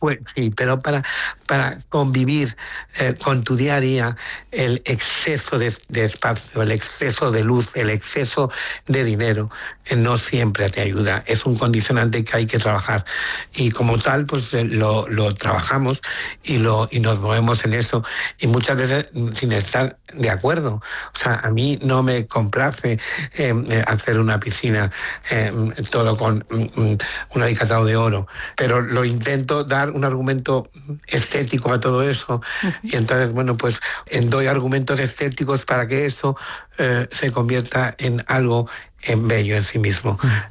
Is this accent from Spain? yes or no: yes; Spain; donde ya por el hecho de nacer en ese país ya tenemos multitud de cosas ganadas. Seamos mejores como españoles y como seres humanos.